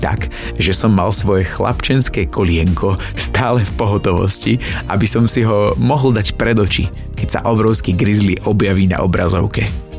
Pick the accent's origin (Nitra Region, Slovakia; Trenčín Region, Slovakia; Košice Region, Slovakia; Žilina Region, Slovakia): Žilina Region, Slovakia; Keďže pochádzam z Liptova